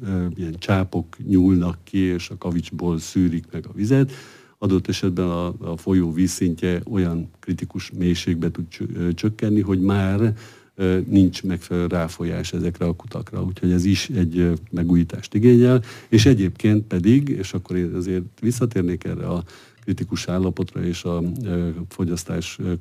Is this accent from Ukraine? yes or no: no; Hungary; én is egy kis faluban születtem